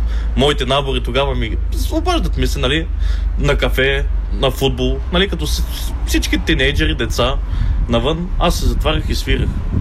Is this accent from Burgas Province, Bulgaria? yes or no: no; Kribul, Blagoevgrad Province, Bulgaria; Родом съм от Гоце Делчевския край, едно село, Крибул.